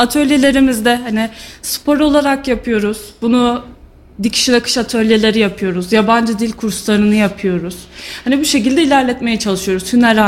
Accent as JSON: {"language": "Turkish", "region": "Sivas", "country": "Turkey", "said": "Yok, Sivaslıyım aslen. Doğma büyüme"}